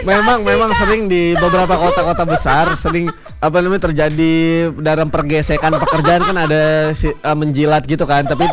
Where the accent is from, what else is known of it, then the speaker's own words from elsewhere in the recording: France; aku gede di Perancis.